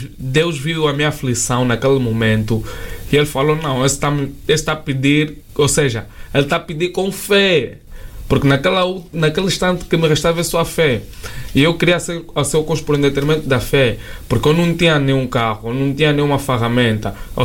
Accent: Angola; moved away as an adult; quando eu saí de Angola, eu saí de lá

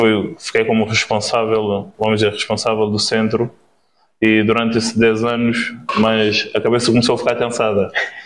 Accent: Cape Verde; moved away as an adult; now in Portugal; nós viemos na China, Ilha do Fogo.

